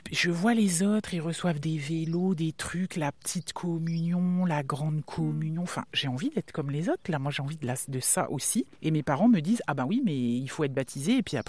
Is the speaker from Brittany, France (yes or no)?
yes; Brittany, France; Et ce qui me définit, c'est que je suis bretonne, avec ce site particulier que un morceau de moi est africain.